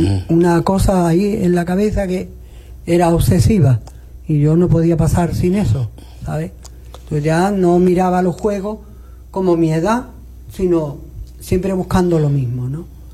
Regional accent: Punta Umbría, Andalusia, Spain; nací y me crié en Punta Umbría, Huelva, así que soy choquero.

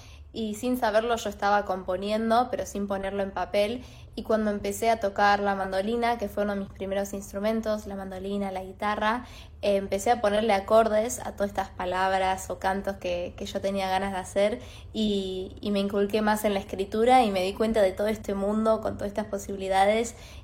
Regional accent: Córdoba, Argentina; Sí, soy argentina, de Córdoba, de hecho.

